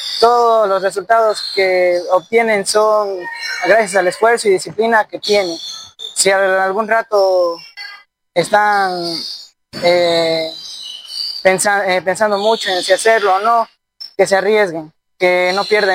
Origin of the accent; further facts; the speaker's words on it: Méndez, Morona Santiago, Ecuador; No soy de aquí, soy de Méndez.